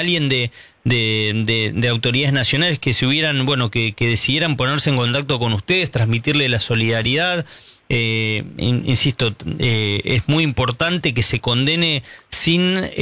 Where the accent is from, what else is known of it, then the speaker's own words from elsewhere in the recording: Argentina; a nosotros como argentinos nos interpela